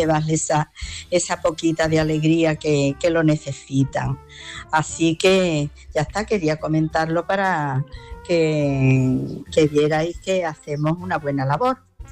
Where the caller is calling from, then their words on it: Algeciras, Andalusia, Spain; de Algeciras, que quería comentarte una cosita. Yo pertenezco a un grupo flamenco que se llama … de aquí de Algeciras